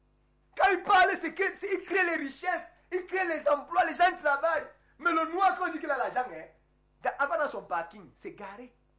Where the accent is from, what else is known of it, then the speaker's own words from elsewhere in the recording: Republic of the Congo; moi, je me rappelais, on a grandi ça en Congo.